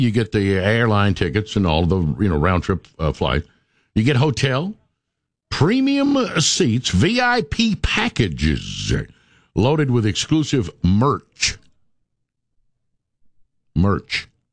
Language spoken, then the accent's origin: English; Tennessee, United States; You know, I grew up in Sevier County.